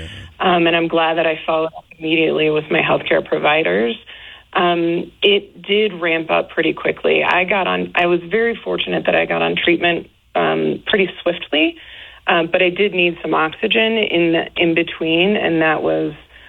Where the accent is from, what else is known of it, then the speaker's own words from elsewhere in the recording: Chicago, Illinois, United States; moved away; I grew up in Chicago